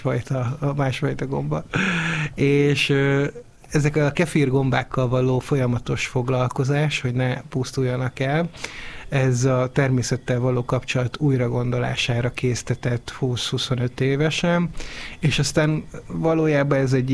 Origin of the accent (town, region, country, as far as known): Győr-Moson-Sopron, Hungary; born or raised there; moved away as an adult; also born or lived in Eger / Szeged / Budapest; now in Szentendre, Hungary